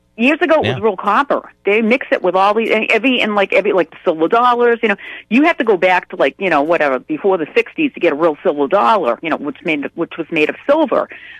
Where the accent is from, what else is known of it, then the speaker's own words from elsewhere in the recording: Webster, United States; my girlfriend who I grew up with in Webster. She lives in Vermont